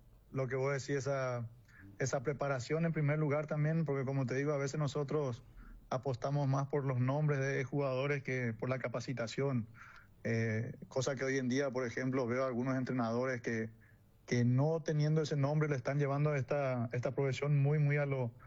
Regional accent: Paraguay; moved away; Feliz, feliz de volver otra vez a Paraguay. Feliz de volver a estar en mi país

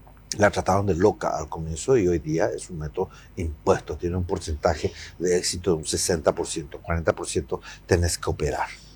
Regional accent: Paraguay

